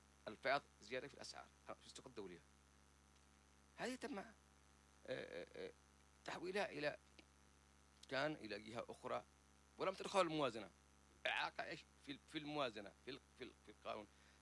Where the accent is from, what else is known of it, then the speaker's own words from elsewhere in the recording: Yemen; هذه الأشياء كلها المؤسساتية عندنا في اليمن روتينية معقدة طويلة.